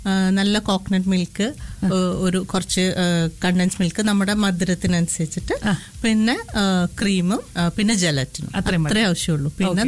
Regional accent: Wadakkanchery, Kerala, India; now in United Arab Emirates; നാട്ടിലെ തൃശ്ശൂർ വടക്കാഞ്ചേരി.

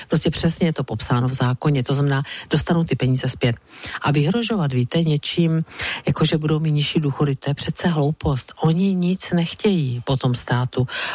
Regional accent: Brno, South Moravian Region, Czechia; protože jsem Brňačka

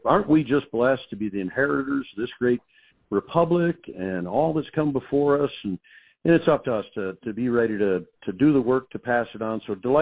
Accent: Illinois, United States; And so to come through a career in academia and politics and public service in my home state of Illinois

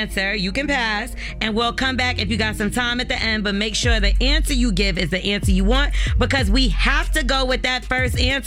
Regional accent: Brooklyn, New York, United States; Listen, I'm always on the side of winning, but I'm from Brooklyn, and there's a big difference between Brooklyn and the Bronx.

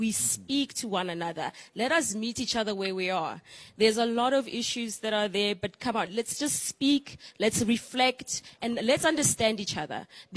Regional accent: South Africa; maybe I'm South African

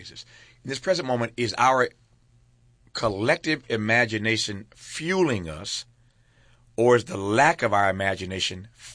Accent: Indiana, United States; also born or lived in Mississippi; No idea as a kid growing up in Indiana, born in Mississippi

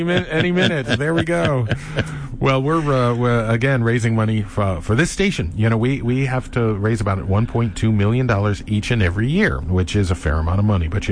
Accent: Cleveland, Ohio, United States; I grew up in Cleveland, right? And we lived in the suburbs, and it would take that long for my dad to get to work in downtown Cleveland.

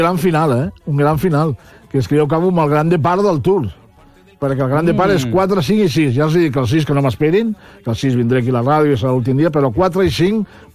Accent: Badalona, Catalonia, Spain; jo soc de Badalona, soc un badaloní, soc un BTV, que li diuen, un badaloní de tota la vida, no?

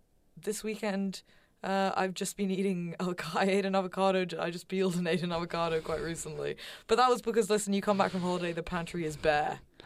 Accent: London, United Kingdom; My father always made me a bowl of yogurt and gobble growing up in London.

